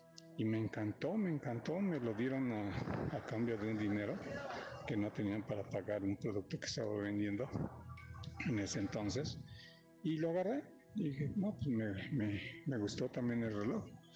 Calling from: Puebla, Mexico; de Puebla.

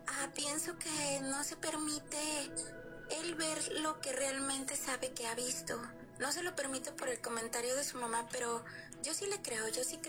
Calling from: Guadalajara, Jalisco, Mexico; De acá, desde Guadalajara, Jalisco.

